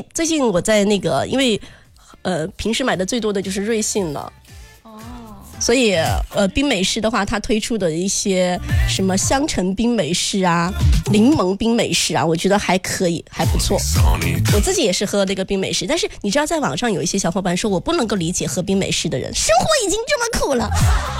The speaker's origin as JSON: {"language": "Chinese", "region": "Sichuan", "country": "China", "moved": "yes", "lives_now": "Guangdong, China", "said": "作为四川人啊，我们的早餐就相对比较简单一些"}